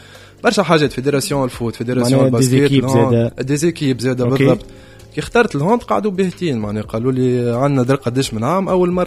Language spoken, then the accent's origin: Arabic; Tunisia; عندنا في تونس